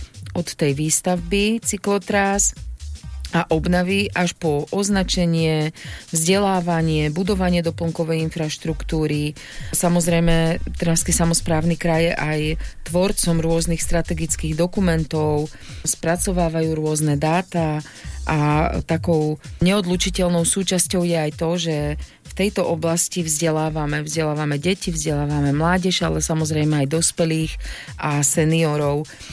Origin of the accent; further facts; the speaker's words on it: Záhorie, Slovakia; krásu prírody tuto u nás na Záhorí.